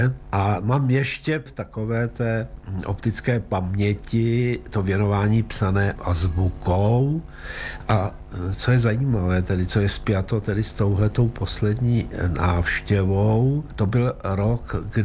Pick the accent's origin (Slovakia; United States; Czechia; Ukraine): Ukraine; Říkal jsem, ne, já jsem z Ukrajiny, tam bolševici nebyli, já jsem se za to styděl, no.